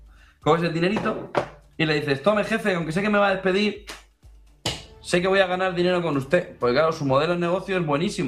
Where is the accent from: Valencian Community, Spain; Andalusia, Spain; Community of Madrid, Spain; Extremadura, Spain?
Valencian Community, Spain; Alicante; Y yo soy de Alicante.